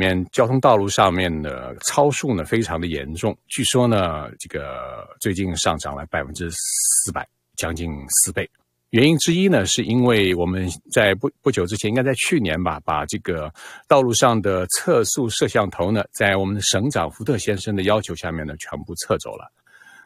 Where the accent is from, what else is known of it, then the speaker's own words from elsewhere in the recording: Canada; 所以作为加拿大人来讲，我们加拿大央行行长在昨天公开讲了这么一段话